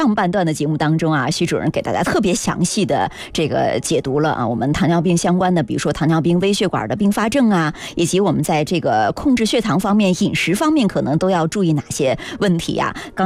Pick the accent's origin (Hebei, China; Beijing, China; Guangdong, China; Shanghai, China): Guangdong, China; 我们广东人可能爱吃的这个早茶